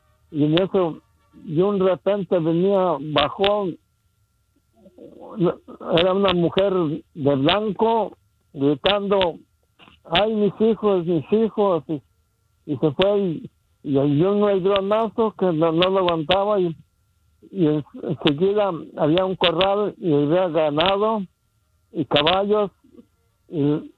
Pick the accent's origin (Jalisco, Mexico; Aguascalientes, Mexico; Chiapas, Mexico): Jalisco, Mexico; Huizcuco; Mira, como te dije, yo soy de Huizcuco, municipio de Tala, Jalisco.